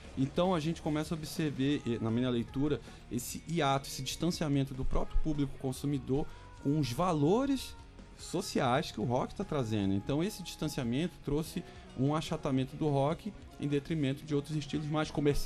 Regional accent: Belém, Pará, Brazil; eu sou de Belém do Pará.

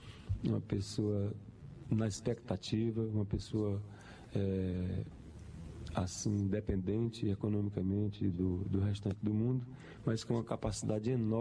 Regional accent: Sobral, Ceará, Brazil; o fato de sermos latino-americanos, sendo brasileiros, sendo cearenses, sendo de Sobral

